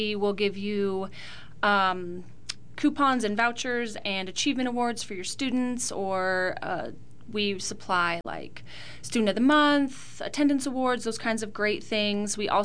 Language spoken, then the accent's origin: English; Prescott Valley, Arizona, United States; moved away; also born or lived in Colorado; So I grew up here in Prescott Valley.